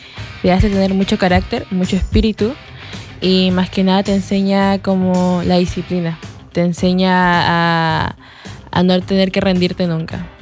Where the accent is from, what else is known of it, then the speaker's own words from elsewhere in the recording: Peru; now in Castro, Chile; Soy peruana.